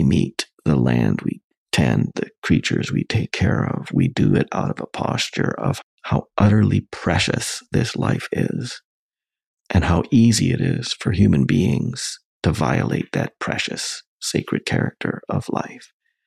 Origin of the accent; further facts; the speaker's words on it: Western Canada, Canada; I'll bring it back to my grandfather again, because I grew up with him in Western Canada, and obviously he was an immigrant.